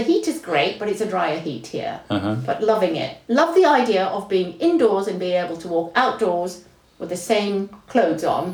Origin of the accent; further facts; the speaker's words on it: Kuala Lumpur, Malaysia; also born or lived in Petaling Jaya; now in United Kingdom; I was born in Kuala Lumpur.